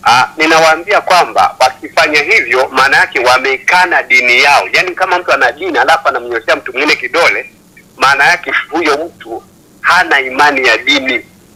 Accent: Dodoma, Tanzania; ninatoka mkoa wa Dodoma.

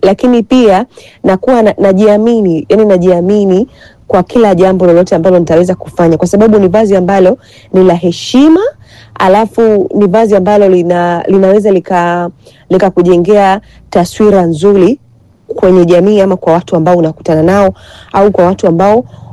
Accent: Dodoma, Tanzania; natokea Dodoma.

